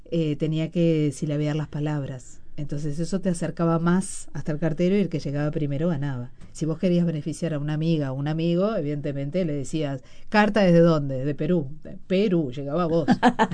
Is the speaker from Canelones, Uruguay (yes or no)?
yes; Las Piedras, Canelones, Uruguay; also born or lived in Montevideo / Rocha; Yo crecí en el interior, si bien nací en Montevideo, mi infancia transcurrió entre Rocha y Las Piedras, Canelones.